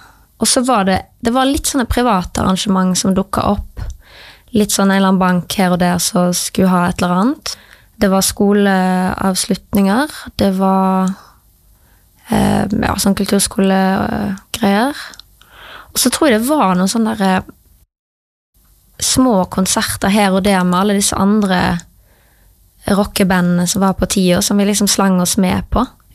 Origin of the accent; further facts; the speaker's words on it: Kvinnherad, Vestland, Norway; Og jeg var jo helt ny. Jeg kom jo fra Kvinnerad og kjente jo ingen.